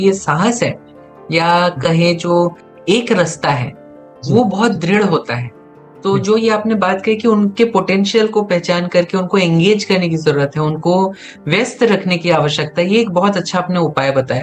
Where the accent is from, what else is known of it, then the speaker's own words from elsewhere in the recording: Chhattisgarh, India; क्योंकि मैं खुद भी छत्तीसगढ़ से हूँ तो मुझे इस चीज का पता है, क्योंकि हमारी भाषा या हमारे पहनावे या बोलचाल में एक सादगी है